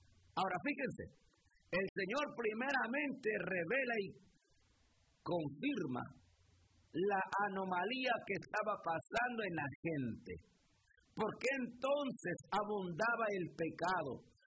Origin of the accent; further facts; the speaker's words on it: Mexico; nosotros los que somos de México